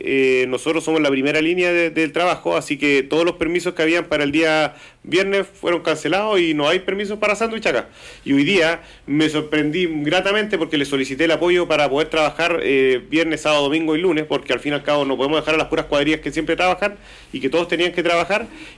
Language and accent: Spanish; Chile; como somos chilenos y somos sudamericanos